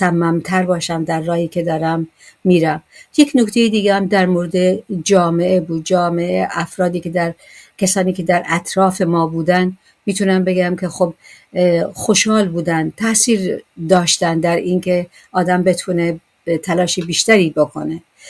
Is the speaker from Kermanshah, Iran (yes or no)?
yes; Kermanshah, Iran; moved away as an adult; من زمانی که در ایران بودم قبل از انقلاب